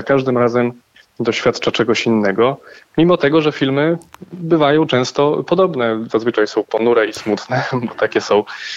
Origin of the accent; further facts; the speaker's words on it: Lublin, Lublin Voivodeship, Poland; no bo pochodzę z Lublina, więc Kazimierz Dolny jest no, takim najbliższym, czy właśnie Dwa Brzegi są najbliższym festiwalem do Lublina.